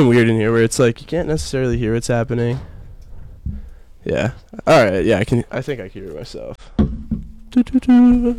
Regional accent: New Jersey, United States; growing up in New Jersey

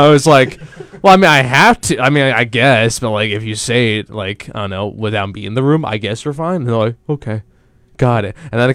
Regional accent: Pennsylvania, United States

